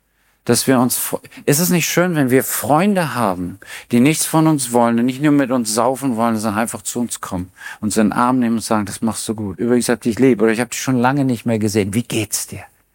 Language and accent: German; Germany; born there